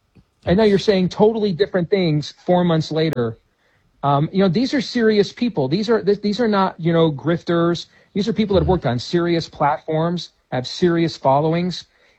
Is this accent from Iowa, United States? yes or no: yes; Iowa, United States; I see it in my home state of Iowa. We've got a primary coming up on Tuesday.